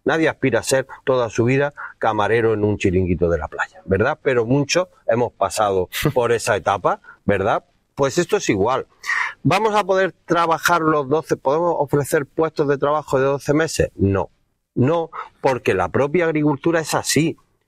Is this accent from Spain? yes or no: yes; Níjar, Andalusia, Spain; En la comarca de Níjar, perdonadme que hable tanto de Níjar, pero me tira mi tierra.